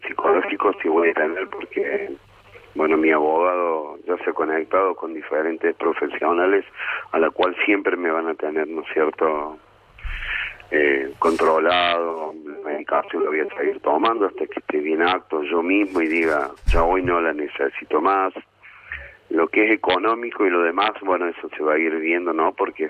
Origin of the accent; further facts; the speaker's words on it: Pilar, Córdoba, Argentina; yo soy oriundo de Pilar, Córdoba.